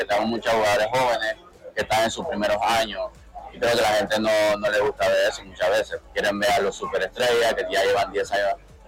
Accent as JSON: {"language": "Spanish", "country": "Panama", "said": "cada vez que vivo en Panamá creo que es un sentimiento diferente."}